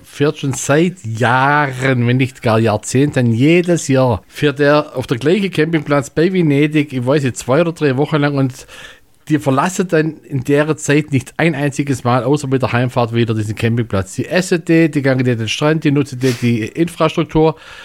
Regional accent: Baden-Württemberg, Germany; accent: Italian Swabian; Ah, aus meiner Heimat, gut.

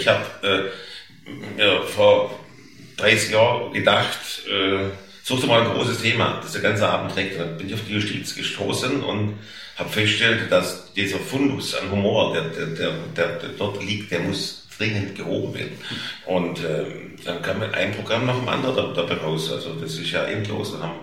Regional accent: Stuttgart, Baden-Württemberg, Germany; accent: Oxford Swabian; ja, ich komme aus Stuttgart, spreche aber Oxford-Schwäbisch und da haben wir schon mal einen Lacher.

